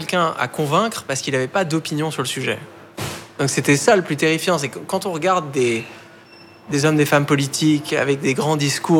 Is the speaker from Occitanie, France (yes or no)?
no; Bailly, Île-de-France, France; Oui, ça s'appelle Bailly, c'est un petit village hein, de quelques milliers d'habitants, c'est quand même la campagne, hein, c'est coincé entre les plaines de Versailles, dont un grand domaine agricole, et la forêt de Marly.